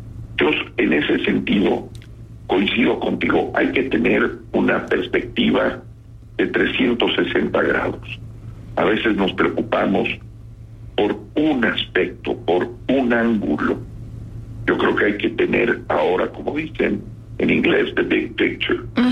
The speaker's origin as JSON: {"language": "Spanish", "country": "Mexico", "said": "Nuestro destino como mexicanos, como mexicanas, está ligado a los Estados Unidos"}